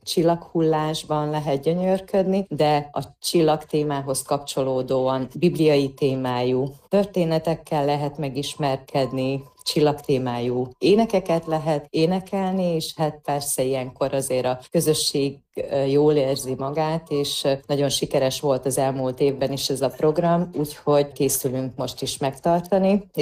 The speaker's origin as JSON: {"language": "Hungarian", "region": "Zakarpattia Oblast", "country": "Ukraine", "said": "Igen, hát az elmúlt napokban otthon Kárpátalján a Szürtei rendezvénytermünkben tartottuk meg az évadzáró szakkör kiállítást"}